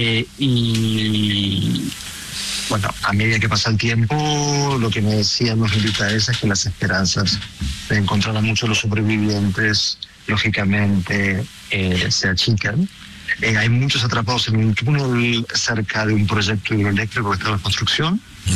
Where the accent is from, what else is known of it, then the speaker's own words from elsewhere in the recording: Buenos Aires, Argentina; moved away; Bueno, mi madre es española y yo me fui de Buenos Aires hace casi 30 años, sí.